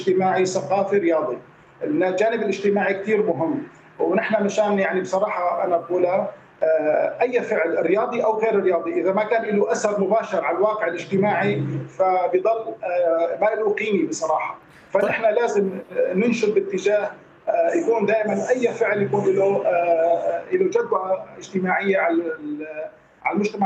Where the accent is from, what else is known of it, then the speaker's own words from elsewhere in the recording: Salamiyah, Hama Governorate, Syria; باسم اهالي سلميه عموما، نحن من لما بنعزي حالنا ايضا كمان نحن كسوريين